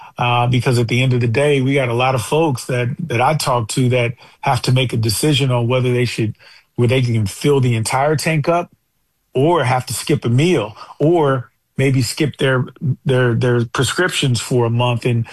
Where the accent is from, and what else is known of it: United States; born or raised there